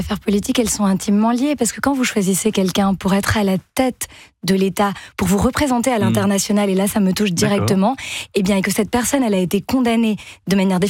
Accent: France

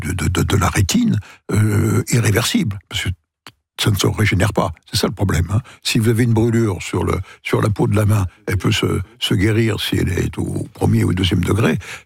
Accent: Paris, Île-de-France, France; Alors, moi je parle pour Paris, en tant que Parisien, il n'y a pas 36 endroits.

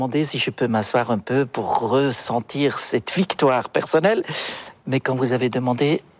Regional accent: Münchenbuchsee, Bern, Switzerland; French is a second language; moved away; Je viens d'un village près de Berne, Münchenbuchsee.

